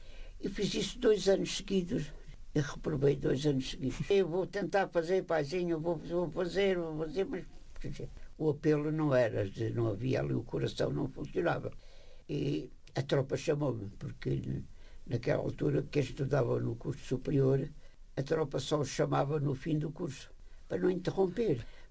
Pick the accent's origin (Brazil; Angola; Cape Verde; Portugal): Portugal; Évora, Alentejo; E deslumbrei com a capital, que venho de Évora, uma cidade de província. Estou na capital sozinho